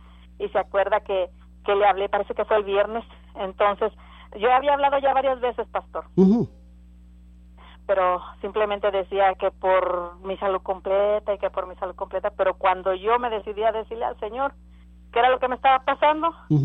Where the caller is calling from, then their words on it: Monte Alto, Texas, United States; de Monte Alto.